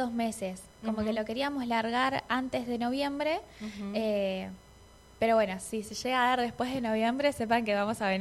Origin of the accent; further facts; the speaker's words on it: Neuquén, Argentina; qué mejor que hacerlo acá en mi país y en Neuquén, que es mi lugar.